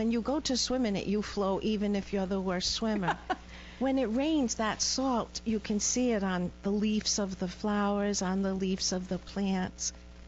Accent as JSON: {"language": "English", "country": "United States", "said": "And I'm an American, I love America"}